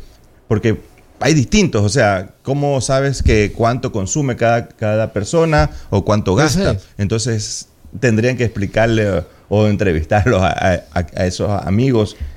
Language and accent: Spanish; Manta, Manabí, Ecuador; yo vengo de la parte de Tarqui, mi papá fue el fundador y dueño del bar Playita Mía en Tarqui